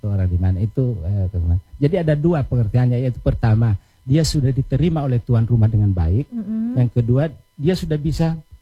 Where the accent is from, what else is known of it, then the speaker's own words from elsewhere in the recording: Gorontalo, Indonesia; Maknanya bahwa kita orang Gorontalo itu harus harmoni dengan alam, menanam. Sampai itu di dalam bahasa Gorontalo kita ada istilah mopomulo.